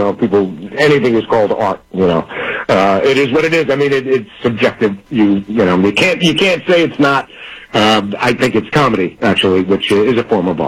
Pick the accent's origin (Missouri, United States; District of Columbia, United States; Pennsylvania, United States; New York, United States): New York, United States; Staten Island; You know, I am going to miss my hometown of Staten Island because I'm there every year in the parade, small town USA